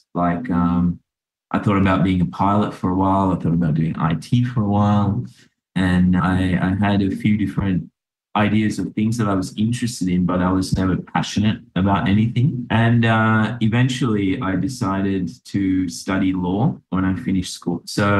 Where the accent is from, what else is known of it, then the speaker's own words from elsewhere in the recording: Sri Lanka; I grew up in Sri Lanka and my mum caught me once smoking a cigarette butt in the backyard when I was like 5 years old.